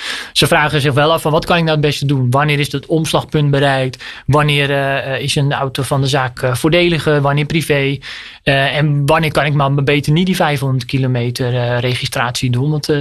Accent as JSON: {"language": "Dutch", "region": "North Holland", "country": "Netherlands", "said": "Maar er zijn zat bouwvakkers in West-Friesland, waar ik vandaan kom."}